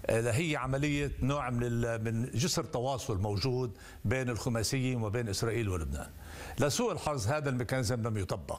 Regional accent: Lebanon; نحن كلبنانيين

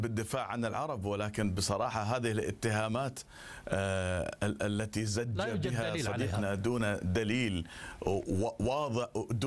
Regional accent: Kuwait; احنا في الكويت

